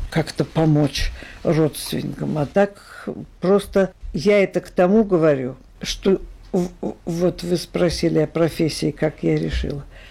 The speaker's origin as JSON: {"language": "Russian", "region": "Saint Petersburg", "country": "Russia", "tie": "born there"}